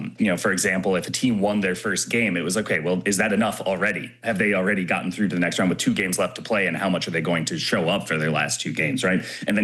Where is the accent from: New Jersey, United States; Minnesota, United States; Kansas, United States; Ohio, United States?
Minnesota, United States; You know, I'm from Minnesota, which is the land of we all do better.